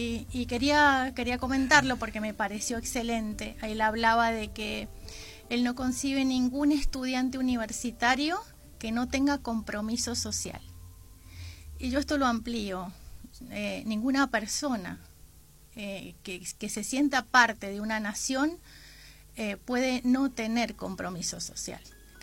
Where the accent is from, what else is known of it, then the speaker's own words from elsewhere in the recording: Argentina; Sí, porque exacto, en realidad me siento orgullosa